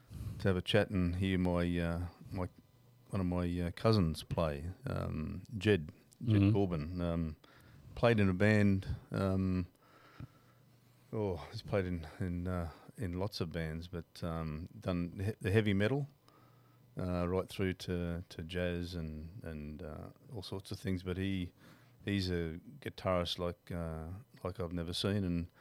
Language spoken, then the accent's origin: English; Warwick, Queensland, Australia; my hometown of Warwick, little town, a couple of hours inland from Brisbane